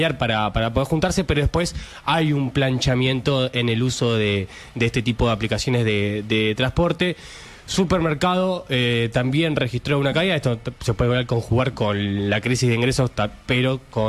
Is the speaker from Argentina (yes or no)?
yes; Argentina; como los argentinos somos tan familiares y amigueros